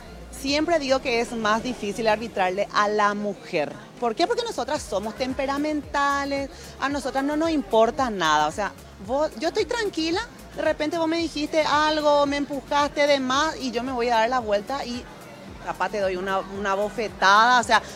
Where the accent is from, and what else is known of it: Paraguay